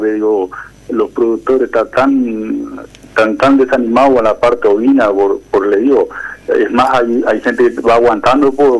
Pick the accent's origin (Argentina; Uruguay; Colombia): Uruguay; somos uruguayos, nos encontramos orgullosos de ser uruguayos